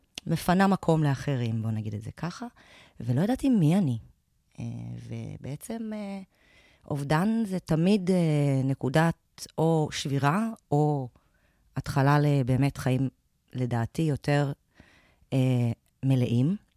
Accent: Hod HaSharon, Central District, Israel; born there; נולדתי בעוד השרון

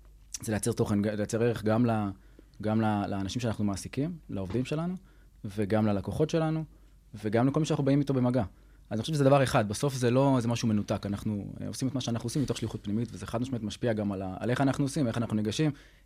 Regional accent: Netanya, Central District, Israel; now in Samaria; אנחנו גרים בשומרון, במקור אני מנתניה

